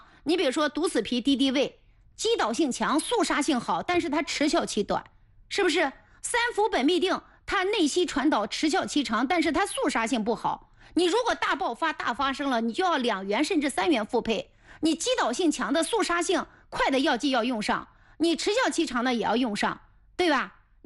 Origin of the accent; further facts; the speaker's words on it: Anhui, China; 就我年轻的时候在皖北地区长大，我觉得那个时候是春夏秋冬四季分明